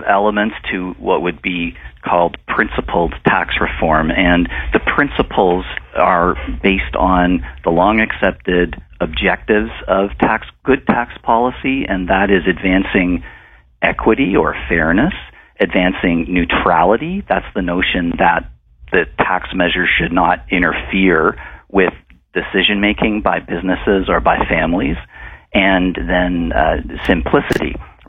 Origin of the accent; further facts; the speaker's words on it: Saskatoon, Saskatchewan, Canada; I was born in Saskatoon, and my parents, you know, grew up in Melfort